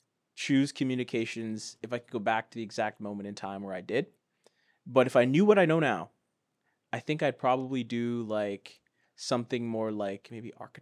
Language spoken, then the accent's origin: English; Ghana; they talk about, I'm from Ghana, and they talk about how we're not good